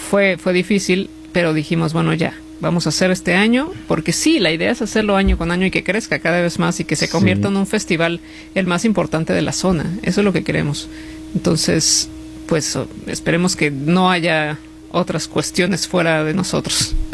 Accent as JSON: {"language": "Spanish", "region": "Mexico City", "country": "Mexico", "said": "como se hace allá en mi tierra, en Ciudad de México."}